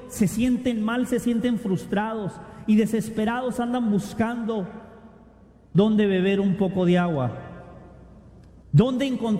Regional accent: Tijuana, Baja California, Mexico; nacía en una casita de cartón en Tijuana

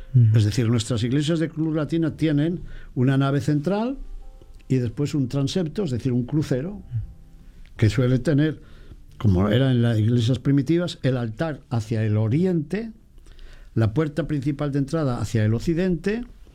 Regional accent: León, Castile and León, Spain; la Basílica de la Virgen del Camino en mi ciudad natal

